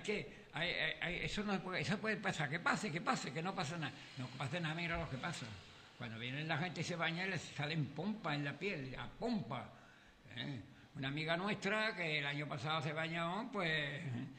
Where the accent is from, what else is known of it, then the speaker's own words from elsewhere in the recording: Sanlúcar de Barrameda, Andalusia, Spain; que yo soy de Sanlúcar, a mí me gusta que venga la gente a Sanlúcar y todas esas cosas